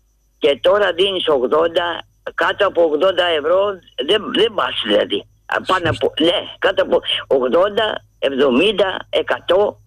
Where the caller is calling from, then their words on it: Megara, Attica, Greece; από τα Μέγαρα.